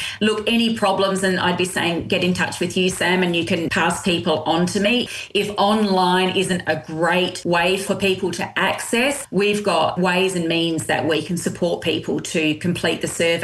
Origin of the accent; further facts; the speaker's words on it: Adelaide, South Australia, Australia; how exciting that it's in my hometown of Adelaide too